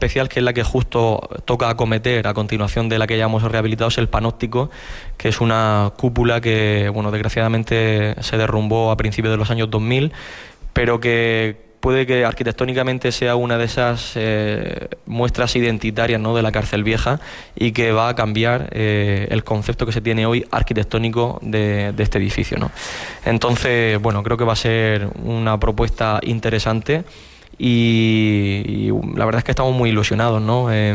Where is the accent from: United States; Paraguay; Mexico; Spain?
Spain; Region of Murcia; tal y como somos los murcianos